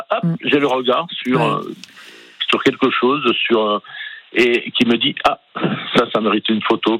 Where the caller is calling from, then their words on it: Corsica, France; je suis en Corse